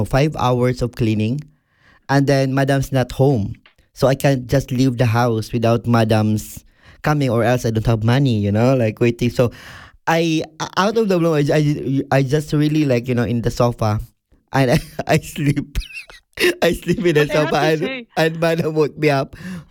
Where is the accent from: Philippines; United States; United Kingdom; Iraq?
Philippines; moved away; we are Filipino